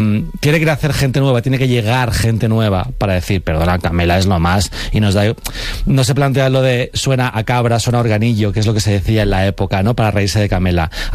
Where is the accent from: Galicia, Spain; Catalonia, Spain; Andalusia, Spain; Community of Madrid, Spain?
Community of Madrid, Spain; Alcorcón; yo que crecí en Alcorcón